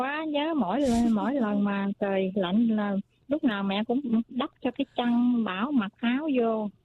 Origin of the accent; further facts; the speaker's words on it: Ho Chi Minh City, Vietnam; moved away; sinh ra lớn lên ở Sài Gòn nhưng mà quê mẹ thì Sa Đéc, rồi quê cha thì Vĩnh Long.